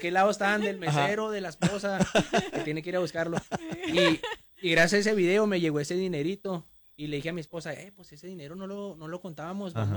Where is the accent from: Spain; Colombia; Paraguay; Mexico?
Mexico; Ciudad Juárez, Chihuahua; de donde vengo, de allá de Ciudad Juárez, ajá, o algo, ajá, y ver a la gente ahí en la colonia que, pues, crecí en un lado donde había mucho alcohol y con, uh-huh, mucha gente rebelde